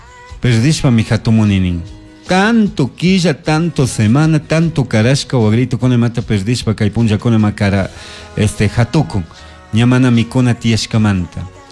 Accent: Colta, Chimborazo, Ecuador; Nosotros somos de Ecuador, de país de Ecuador, de provincia de Chimborazo, de una comunidad San Gisel Alto, parroquia Columbe, Cantón Colta, como dije, provincia de Chimborazo. Somos de gente indígena

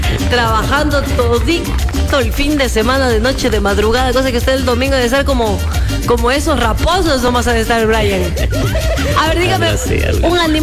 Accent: Chantaco, Loja, Ecuador; now in Machala, Ecuador; reportando sintonía desde Machala. Cariños para mi tierra, Chantaco, a full con la cariñosa.

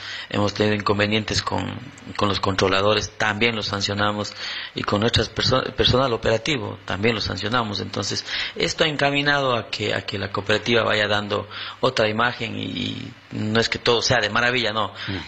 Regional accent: Sucúa, Morona Santiago, Ecuador; porque somos vecinos, somos los de Sucua de aquí

